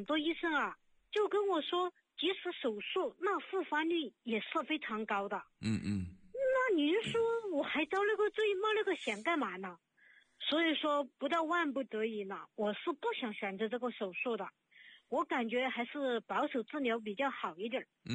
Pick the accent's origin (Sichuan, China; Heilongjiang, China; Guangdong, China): Sichuan, China; 不是，我是四川的。